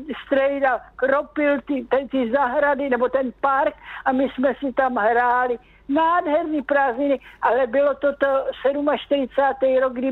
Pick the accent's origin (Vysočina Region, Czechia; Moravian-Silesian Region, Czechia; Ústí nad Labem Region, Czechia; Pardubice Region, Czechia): Pardubice Region, Czechia; Přelouč; Já jsem byla z Přelouče, nikdy jsme žádný prázdniny, to byla válka